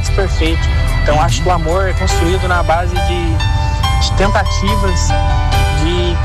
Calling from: Alfenas, Minas Gerais, Brazil; sou da cidade de Alfenas.

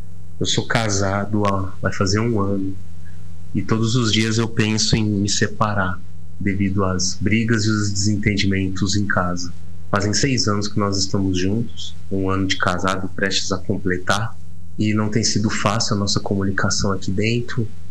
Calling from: Ribeirão Preto, São Paulo, Brazil; Eu sou de Ribeirão Preto, tenho 38 anos, minha esposa tem 37.

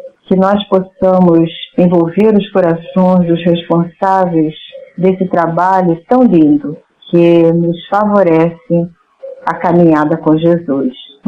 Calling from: Rio de Janeiro, Brazil; moro no Rio de Janeiro

